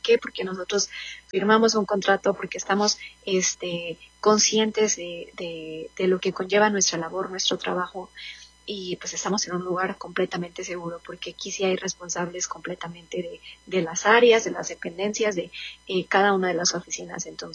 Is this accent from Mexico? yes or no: yes; Mexico; now in Denver, United States; digno para nosotros como mexicanos